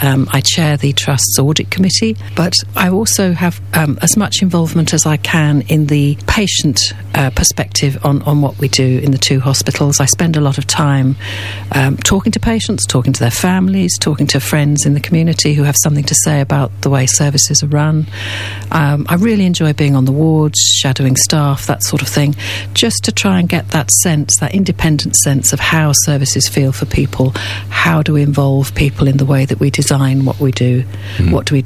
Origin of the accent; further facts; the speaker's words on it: South East England, United Kingdom; born there; also born or lived in Liverpool; now in Minchinhampton, United Kingdom; My family is from the Northwest. My father's from Liverpool, my mother from St. Helens. I was born in Liverpool in the very early 60s. I didn't spend a great deal of time there because my parents moved to the southeast in the mid-60s.